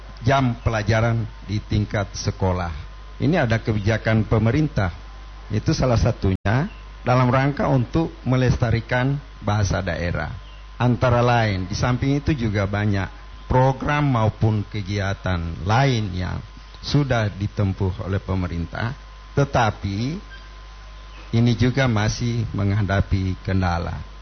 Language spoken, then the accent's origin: Indonesian; Batudaa, Gorontalo, Indonesia; saya dari Batu Daa sebelumnya, orang tua saya di Batu Daa, dan saya sekolah di SMA 1.